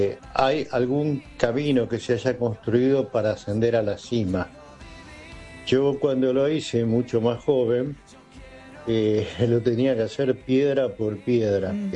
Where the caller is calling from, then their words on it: Buenos Aires, Argentina; de Parque Chacabuco